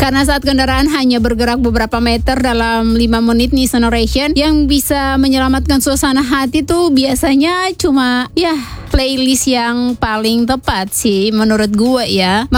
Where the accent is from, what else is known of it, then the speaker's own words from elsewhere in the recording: Ambon, Maluku, Indonesia; Anyway, karena gue orang Ambon, jadi ya gue mengapresiasi dulu karya-karya dari Nyong dan Nona Ambon gitu.